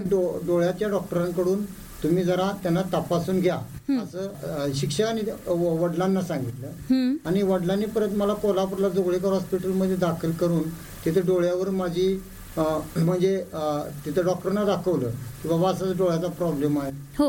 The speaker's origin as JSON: {"language": "Marathi", "town": "Karad", "region": "Maharashtra", "country": "India", "tie": "born or raised there", "said": "कारण मी माझं गाव कराड आणि आमच्या कराड मधून एक शिक्षक ते जळगावला होते"}